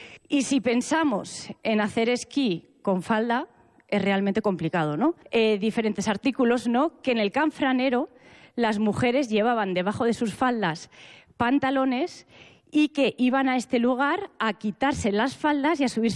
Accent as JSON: {"language": "Spanish", "town": "Benasque", "region": "Aragon", "country": "Spain", "tie": "born or raised there", "said": "Yo nací en Benasque, entonces, al final, cuando naces rodeado de montañas"}